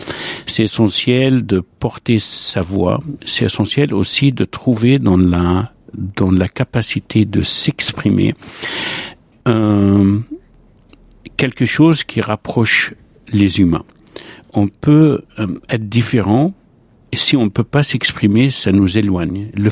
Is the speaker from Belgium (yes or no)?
no; Lebanon; moved away as an adult; now in France; je suis né au Liban, j'ai grandi au Liban. Et je suis venu à France à l'âge de 23 ans.